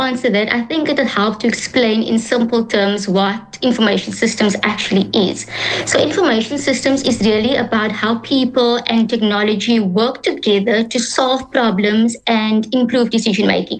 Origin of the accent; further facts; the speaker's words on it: Cape Town, Western Cape, South Africa; And as a young person growing up in the Cape Flats, I didn't really know what I wanted to do.